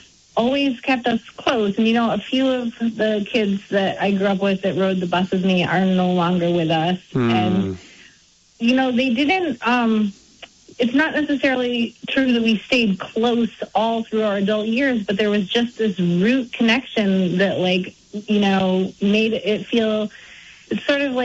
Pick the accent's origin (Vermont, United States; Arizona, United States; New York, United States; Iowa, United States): Vermont, United States; West Glover; so I grew up in West Glover, Vermont, and near the end of Lake Parker, and I grew up on a dirt road.